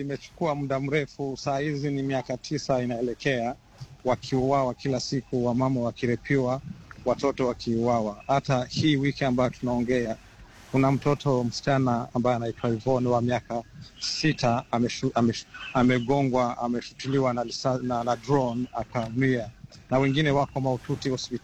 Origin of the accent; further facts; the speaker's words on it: DR Congo; sisi ni wakongomani kama wengine